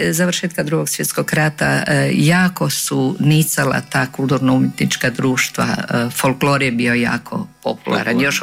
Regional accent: Zagreb, City of Zagreb, Croatia; born there; also born or lived in Tuhelj, Hrvatsko Zagorje; onda je tu bila relacija stalno Tuhelj-Zagreb, tako. Međutim, ono definitivno sam bila negdje oko 4 godine kad sam u Zagrebu, kad smo se stacionirali u Zagrebu.

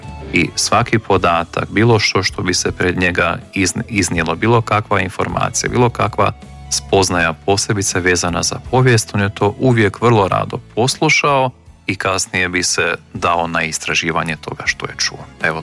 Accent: Bosanska Posavina, Bosnia & Herzegovina; saznavši da ja dolazim iz Bosanske Posavine

